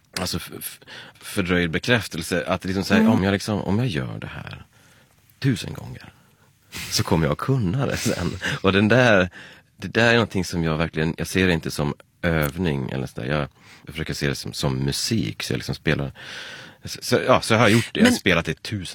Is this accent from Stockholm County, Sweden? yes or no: no; Leksand, Dalarna County, Sweden; när jag växte upp i Leksand så blev jag ju skatare istället.